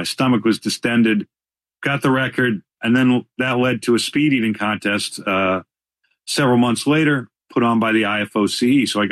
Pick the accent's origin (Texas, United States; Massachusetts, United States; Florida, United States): Massachusetts, United States; Boston; from Boston. My hometown Patriots were playing.